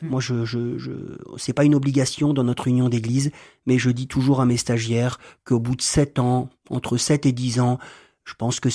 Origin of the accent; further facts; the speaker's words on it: Roubaix, Hauts-de-France, France; born there; moved away as an adult; also born or lived in Gap; now in Villeneuve-d'Ascq, France; Je suis né à Roubaix.